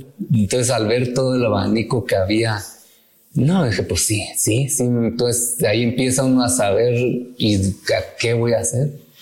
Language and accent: Spanish; Cimatlán, Oaxaca, Mexico; Originario, soy del estado de Oaxaca, específicamente de un pueblo que se llama Yoquesco de Aldama, Cimatlán.